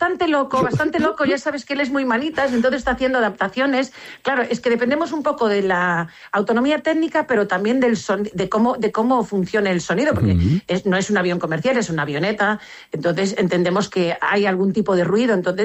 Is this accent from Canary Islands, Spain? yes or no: no; Mazaricos, Galicia, Spain; Mira, yo misma soy de Mazaricos y tengo muchas aficiones, ¿no?